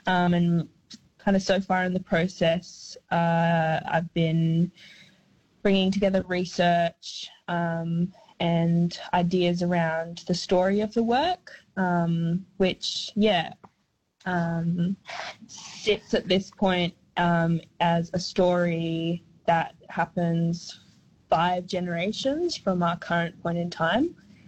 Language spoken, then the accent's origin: English; Alice Springs, Northern Territory, Australia; I'm an Aranda woman from Central Australia, born and raised in Mbantu, Alice Springs. I also have family from the Torres Straits in Thursday Island and also the UK as well.